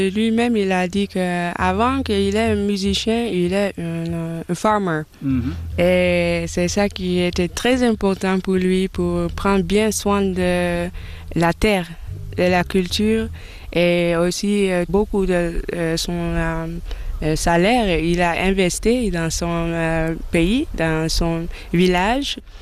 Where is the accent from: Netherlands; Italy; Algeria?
Netherlands; Amsterdam, North Holland; French is a second language; J'ai grandi à Amsterdam, en Hollande.